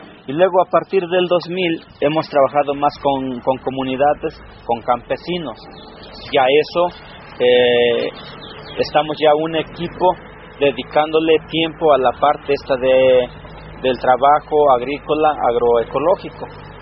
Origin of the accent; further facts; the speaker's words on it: Puebla, Mexico; soy del municipio de Iztacamazlán